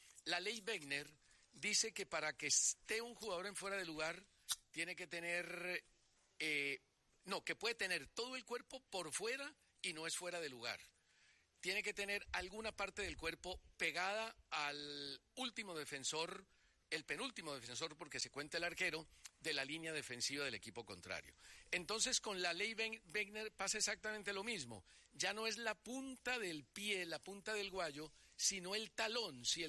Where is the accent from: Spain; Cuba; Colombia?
Colombia; a uno como colombiano le encantaría decir, nos robaron